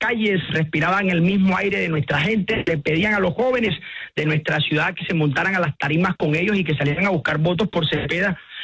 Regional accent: Barranquilla, Atlántico, Colombia; Y como barranquillero, yo no voy a permitir eso. Y que se meta con Barranquilla, se mete conmigo, se mete con los barranquilleros, porque esta ciudad nos ha costado mucho.

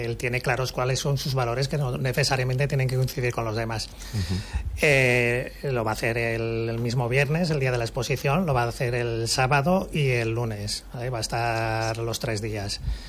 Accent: Monreal del Campo, Aragon, Spain; Yo soy de Monreal, Maribel es de Bueña, y está claro que aquí hay una vinculación clara entre el Jiloca y la comunidad de Teruel.

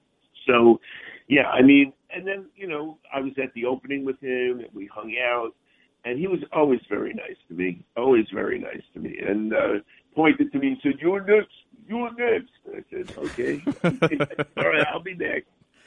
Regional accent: Bayonne, New Jersey, United States; now in New York City, United States; I'm from Bayonne, New Jersey. I mean, I'm living in New York City.

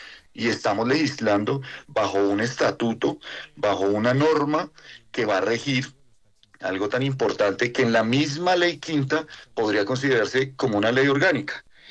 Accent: Vichada, Colombia; departamentos como el Bichada, del que yo soy, donde yo nací

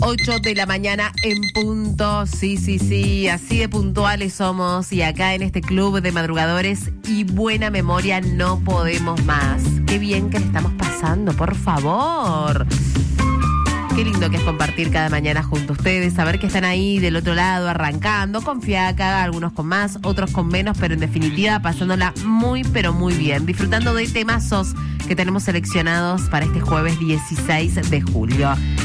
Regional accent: Argentina

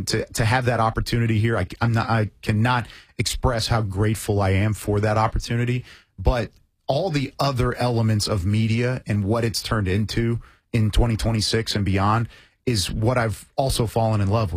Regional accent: Waco, Texas, United States; moved away; I grew up in Waco, Texas

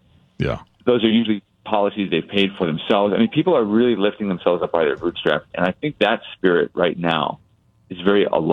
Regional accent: Pacific Palisades, California, United States; I'm from the Palisades and my neighborhood burnt down even though my house survived.

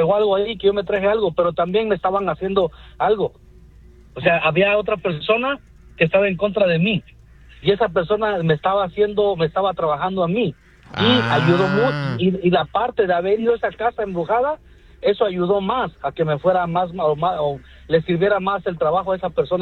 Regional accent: Morelos, Mexico; Que me escucho medio italiano, pero soy mexicano.

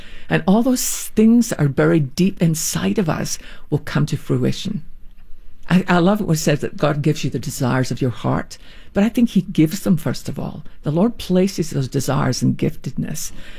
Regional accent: Scotland, United Kingdom; born or raised there

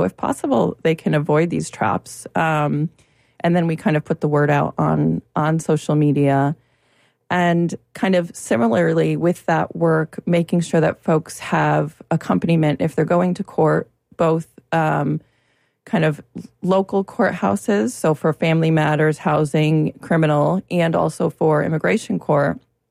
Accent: Connecticut, United States; I'm originally from Connecticut, and I have to say

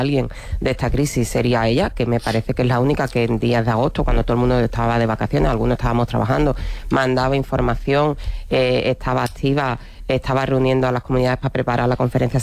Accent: Andalusia, Spain; Es que yo soy andaluza, yo me asomo a Tarifa, extiendo la mano y parece que Marruecos está

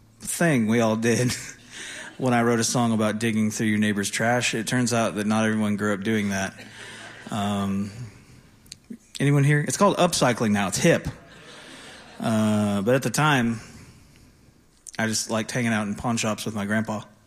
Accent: Dallas, Texas, United States; I grew up in Dallas, Texas, next to my grandparents. We lived in a duplex.

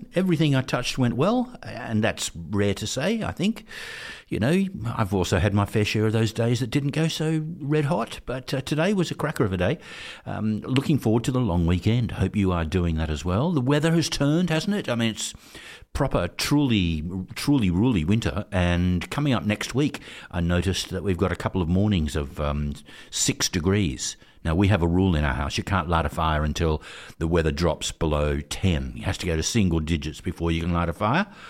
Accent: Australia; accent: Australian; just to poke fun at my Australian accent with his American friends.

